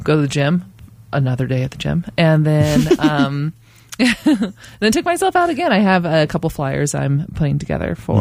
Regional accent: Arizona, United States; Yeah. I'm from Arizona.

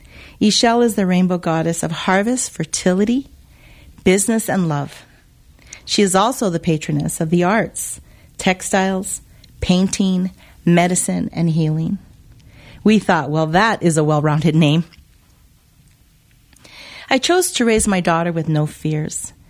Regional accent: Española, New Mexico, United States; born there; I was born in Española, New Mexico, July 11, 1965. I had many Navajo, Zuni, Laguna, Pueblo native friends.

